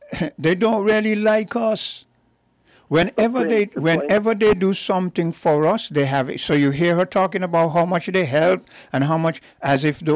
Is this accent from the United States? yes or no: no; St. Kitts & Nevis